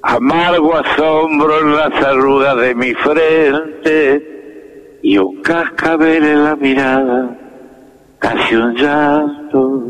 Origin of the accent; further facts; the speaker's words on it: Santa Fe, Argentina; born there; also born or lived in Chaco; hace poco me acordaba de Alto Verde, cuando vinimos a los 5 años del Chaco.